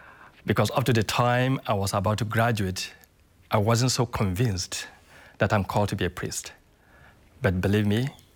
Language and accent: English; Kaduna State, Nigeria; I schooled there, and also it's in my state